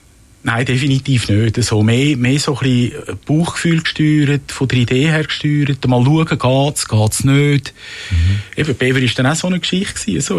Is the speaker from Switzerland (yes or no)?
yes; Rümlang, Zurich, Switzerland; Ich bin zu Römlang, wo ich aufgewachsen bin, früh sozialisiert worden, kirchlich gut.